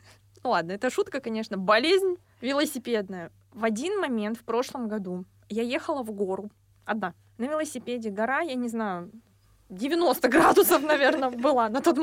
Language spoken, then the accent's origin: Russian; Chelyabinsk Oblast, Russia; moved away; Я сама из Челябинской области. Уральские горы.